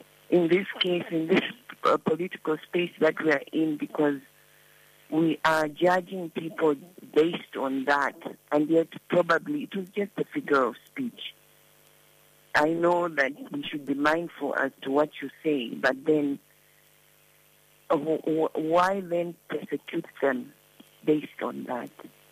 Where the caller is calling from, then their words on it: Lusaka, Lusaka Province, Zambia; I'm calling you from within Lusaka.